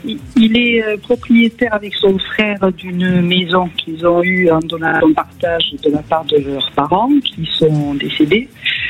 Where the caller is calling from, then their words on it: Occitanie, France; Moi, je vous appelle de l'Hérault.